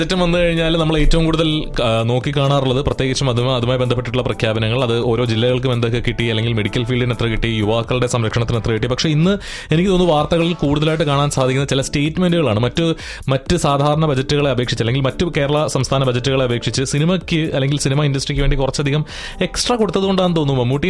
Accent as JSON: {"language": "Malayalam", "region": "Kerala", "country": "India", "moved": "yes"}